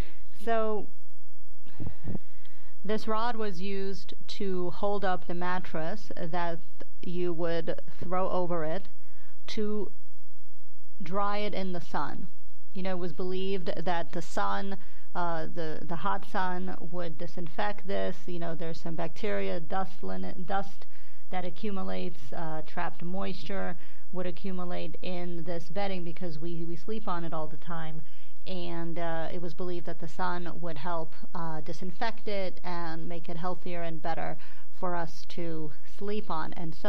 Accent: United States; also born or lived in Japan; as an American

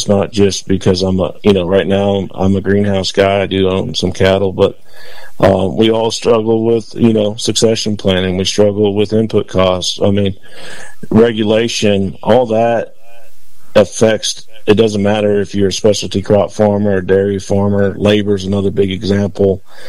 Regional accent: Dominican Republic; I'm actually a missionary kid. I grew up in the Dominican Republic.

